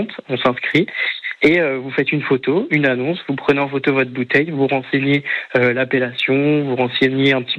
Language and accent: French; Sens, Bourgogne-Franche-Comté, France; Vu que je suis originaire de Sens, j'ai l'habitude de boire du Chablis, de l'Irancy